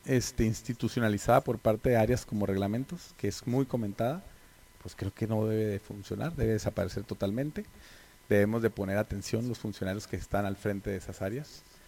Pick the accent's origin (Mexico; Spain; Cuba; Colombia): Mexico; Tijuana, Baja California; yo soy de Tijuana, mi familia es de Tijuana, como lo decía, yo voy a perecer aquí, esperemos en esta ciudad